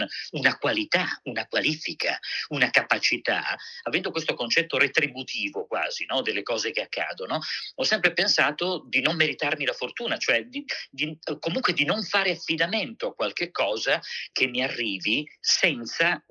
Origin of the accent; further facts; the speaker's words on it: Monfalcone, Friuli-Venezia Giulia, Italy; Monfalcone è la mia città natale, sono nato lì